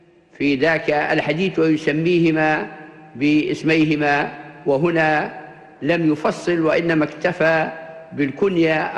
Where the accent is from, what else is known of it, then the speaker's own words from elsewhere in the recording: Libya; accent: Libyan; وقد عرفنا في لهجتنا الليبية هذا اللفظ في العامية الليبية